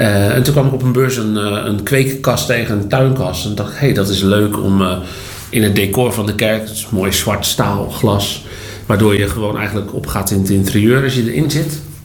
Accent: Gouda, South Holland, Netherlands; Ik ben er geboren en getogen.

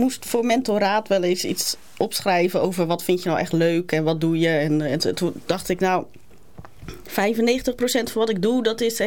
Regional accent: Ridderkerk, South Holland, Netherlands; Grotendeels in Ridderkerk. Ja, ik ben vrij vaak verhuisd, maar grotendeels in Ridderkerk. En ik ben opgegroeid in de Gereformeerd Vrijgemaakte Kerk.

